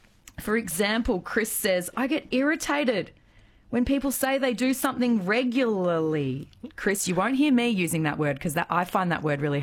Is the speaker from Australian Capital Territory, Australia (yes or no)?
no; Victoria, Australia; as someone growing up in East Gippsland